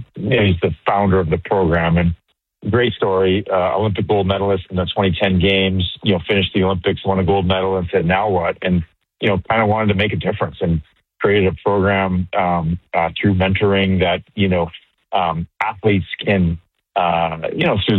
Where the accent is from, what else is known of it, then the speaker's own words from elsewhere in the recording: Medicine Hat, Alberta, Canada; as a kid growing up in Medicine Hat, I had my fair share of mentors